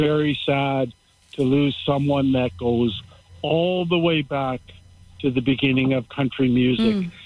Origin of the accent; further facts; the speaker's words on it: Toronto, Ontario, Canada; Well, my father was a country fan, even growing up in Toronto, and we watched Hee Haw